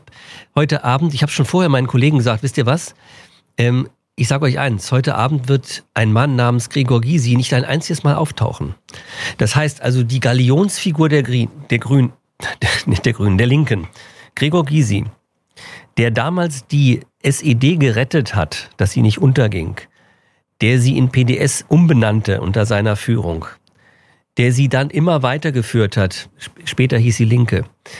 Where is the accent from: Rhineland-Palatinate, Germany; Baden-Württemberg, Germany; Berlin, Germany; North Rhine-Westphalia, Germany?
Berlin, Germany; ich bin Berliner von Geburt und habe die meiste Zeit meines Lebens hier verbracht